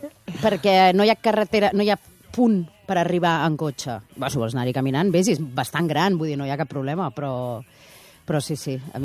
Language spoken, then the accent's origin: Catalan; Barcelona, Catalonia, Spain; also born or lived in Oviedo; arribar aquí a Barcelona, a Catalunya, quan tenia un any. Llavors, el d'Oviedo sempre és anecdòtic, però no sóc d'Oviedo, realment. Ho poso el DNI prou.